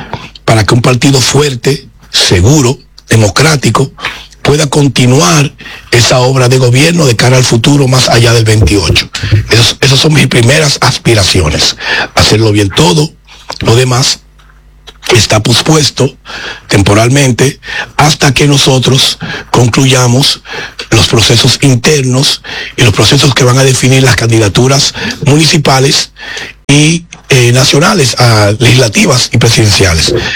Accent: Santo Domingo, Dominican Republic; born there; Yo nací en el año 1970, hace 55 años, en la República Dominicana, Santo Domingo. Y vengo de una familia con una cultura muy amplia que siempre se inclinó a la lectura, al conocimiento, al arte

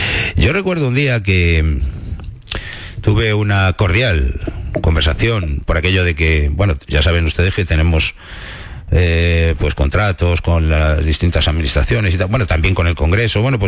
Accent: Madrid, Community of Madrid, Spain; yo soy madrileño.

